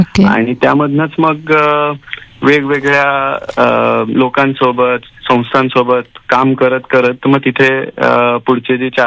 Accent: Chiplun, Maharashtra, India; also born or lived in United Kingdom; हा, तर चिपळूणमध्ये माझं बालपण गेलं, शिक्षण वगैरे चिपळूणमध्ये झालं, पण गाव नरवण त्याच्यामुळे आजी आजोबा तिथे असायचे

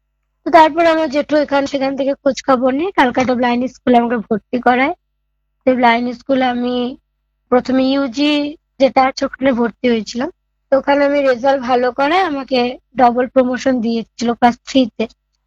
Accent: Imphal, Manipur, India; আমার বাড়ি অ্যাকচুয়ালি মণিপুরে ইম্ফলে, কিন্তু আমার চোখটা খারাপ হয় শিলচরে।

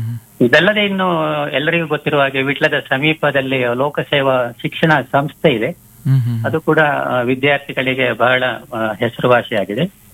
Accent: Vitla, Karnataka, India; born there; moved away

